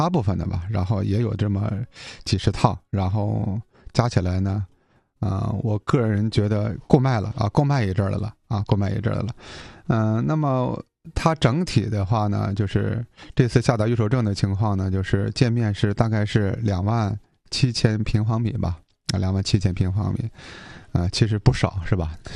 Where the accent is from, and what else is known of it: Changchun, Jilin, China